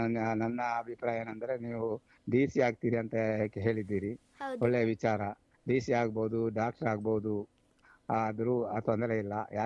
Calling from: Venur, Karnataka, India; ನಮ್ಮ ಊರೇ ವೇಣೂರ್ ಸರ್.

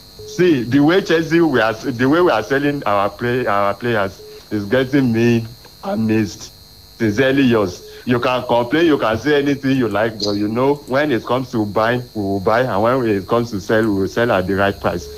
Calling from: Ogbomosho, Oyo, Nigeria; from Ogumosha.

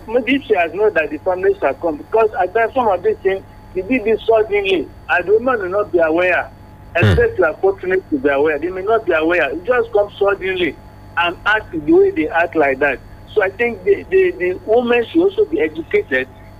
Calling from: Ilorin, Kwara, Nigeria; from Ilorin.

